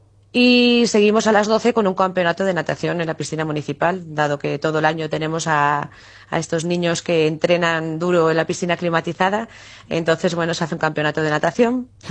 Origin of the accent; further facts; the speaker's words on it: Fabero, Castile and León, Spain; la gente que somos de Favero y están fuera